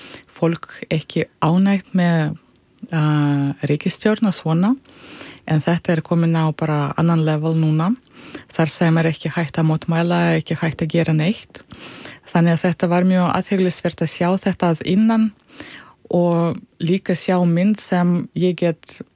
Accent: Russia; Icelandic is a second language; og lappa sama sömu götur sem ég lappaði þegar ég var lítil, að þetta var mjög gefandi líka að sjá heimalandið mitt upp á nýtt í öðru ljósi

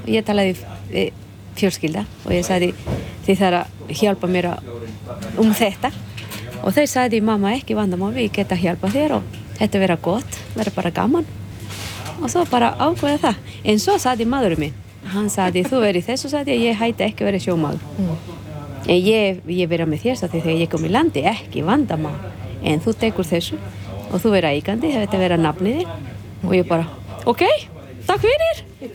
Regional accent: Honduras; Icelandic is a second language; moved away as an adult; now in Grenivík, Iceland; og ég kem frá Honduras. Og ég er eigandi Jónsabúð.

